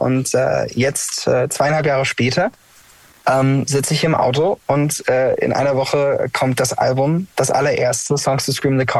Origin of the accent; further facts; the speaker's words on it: Ravensburg, Baden-Württemberg, Germany; Ich komme aus Ravensburg.